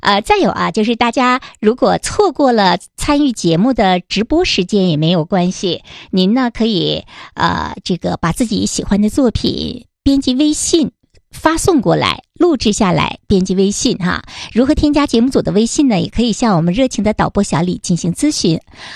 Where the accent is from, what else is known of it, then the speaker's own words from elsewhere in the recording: Changchun, Jilin, China; 这个书博会也是我们长春人，特别是文学爱好者、读者的一个盛事哈